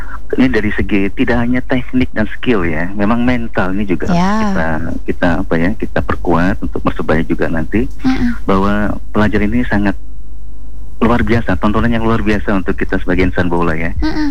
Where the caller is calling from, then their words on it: Kertosono, East Java, Indonesia; Di Gilang Kertosono ini.